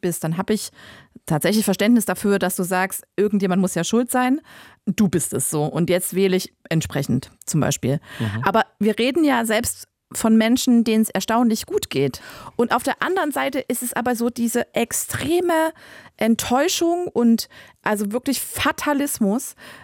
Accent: Leipzig, Saxony, Germany; born there; now in Cologne, Germany; Also ich bin ja selbst in Leipzig geboren, bin also im Prinzip Ossi, wohne aber schon eine ganze Weile in Köln

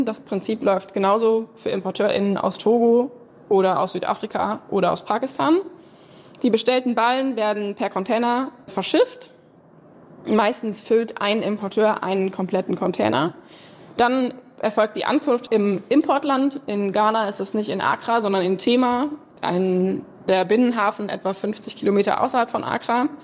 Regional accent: North Rhine-Westphalia, Germany; Ich bin aus NRW

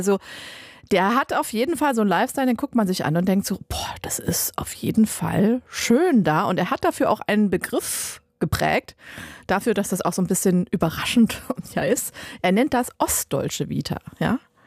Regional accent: Leipzig, Saxony, Germany; also ich komme ja aus Sachsen, ne, aus Leipzig

